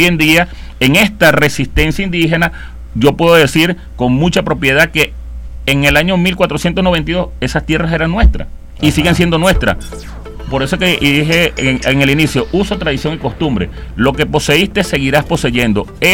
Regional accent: Puerto Ayacucho, Amazonas, Venezuela; yo soy nativo del estado Amazonas, de mi capital, Puerto Ayacucho. Mi raíz viene desde la triple frontera, donde nace nuestro estado, en el Cocuy. Allá está entre Colombia y Brasil, ahí está la raíz, ahí nació mi abuela paterna.

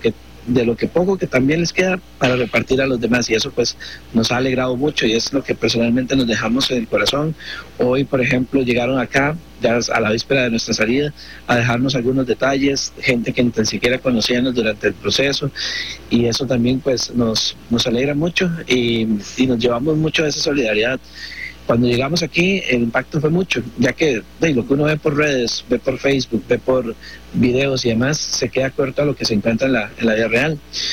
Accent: Costa Rica; Somos 16 rescatistas de la Cruz Roja Costarricense, representando también al pueblo costarricense

